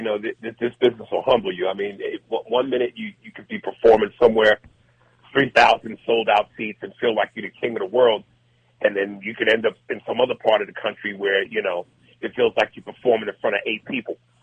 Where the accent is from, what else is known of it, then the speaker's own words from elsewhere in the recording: New York, United States; also born or lived in New Jersey; Oh, no, being from the East Coast, growing up in New York and New Jersey, definitely played a part in that. So I'm glad my roots are where they were.